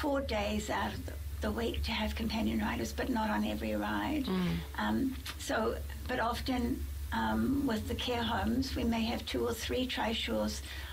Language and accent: English; New Zealand; moved away as an adult; I grew up in New Zealand, but left when I was 21 years old, and then I was away for about 35 years